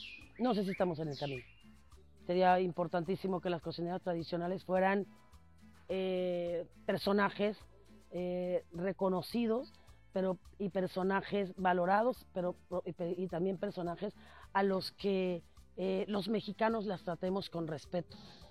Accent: Mexico; cuenta como mexicano que, porque a veces perdemos eso, perdemos esa, la conciencia de que estamos en un gran país con una diversidad impresionante en todos los sentidos, y a veces como mexicano nosotros no lo valoramos.

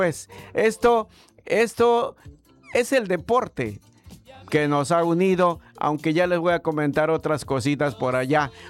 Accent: Mexico

